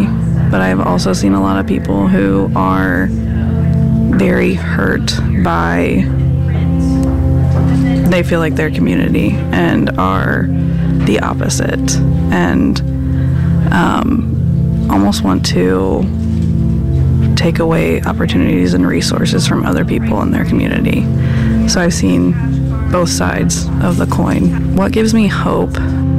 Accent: Indianapolis, Indiana, United States; I'm from Indianapolis, born and raised in Indianapolis.

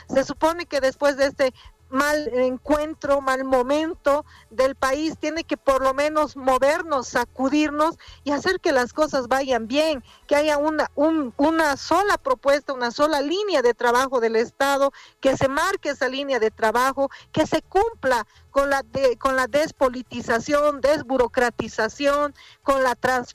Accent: El Alto, La Paz, Bolivia; como es mi ciudad natal, la ciudad del Alto

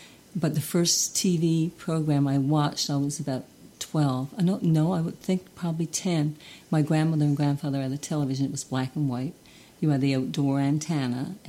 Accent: Cow Head, Newfoundland and Labrador, Canada; I'm from Cowhead. And I grew up on Summerside. There was Winterside and Summerside, but I grew up on the Summerside until I was about, 12 years of age.

